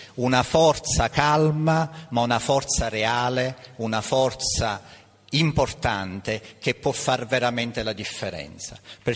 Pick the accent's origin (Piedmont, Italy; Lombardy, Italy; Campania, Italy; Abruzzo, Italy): Campania, Italy; Naples; Io da napoletano sono scaramantico